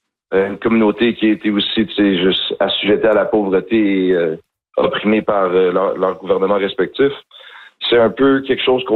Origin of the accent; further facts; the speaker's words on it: Montreal, Quebec, Canada; Tu sais, moi, je viens de Saint-Henri, j'ai vécu autour de Saint-Henri de dernier 14 ans de ma vie.